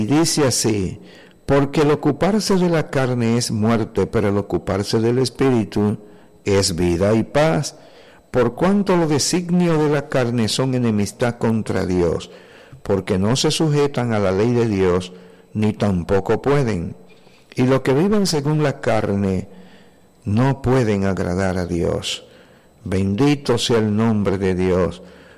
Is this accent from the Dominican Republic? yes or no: yes; Dominican Republic; nosotros como dominicanos